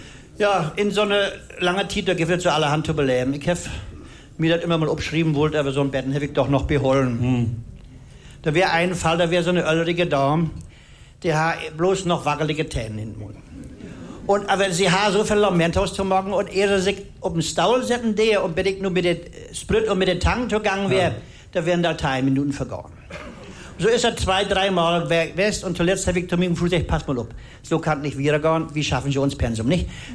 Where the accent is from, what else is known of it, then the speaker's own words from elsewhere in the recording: Mecklenburg-Vorpommern, Germany; Ja, ich hab in Lüttentheen bin ich geboren und auf Wussen.